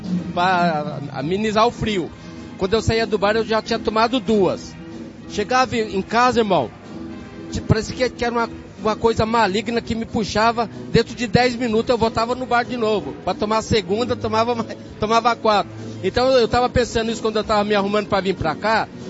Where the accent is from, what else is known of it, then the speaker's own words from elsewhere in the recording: São Paulo, Brazil; Sapopemba, Zona Leste.